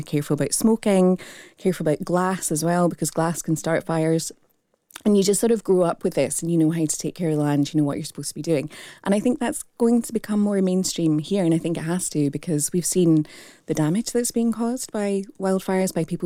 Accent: Australia; accent: strong Australian; now in United Kingdom; I grew up in Australia. You can tell from my strong Australian accent.

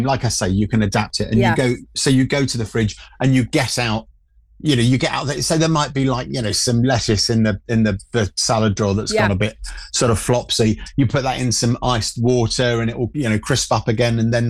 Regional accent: London, United Kingdom; my upbringing and my dad doing all the cooking and growing up in South London

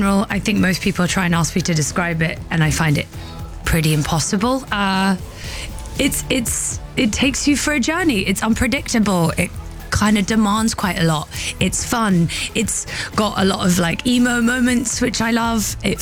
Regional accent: United Kingdom; moved away; I'm so proud of being British. I'm so proud. But I haven't lived here in a long time.

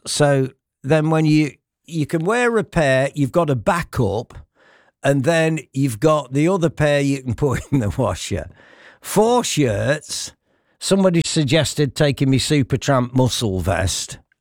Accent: England, United Kingdom; I'm from England

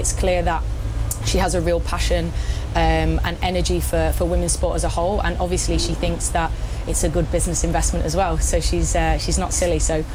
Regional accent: England, United Kingdom; moved away; Obviously, I'm English

